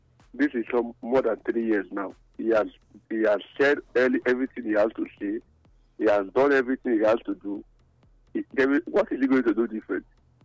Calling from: Mexico; I'm calling from Mexico.

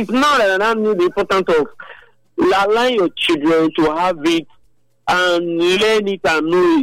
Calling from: Nigeria; I'm a Nigerian.

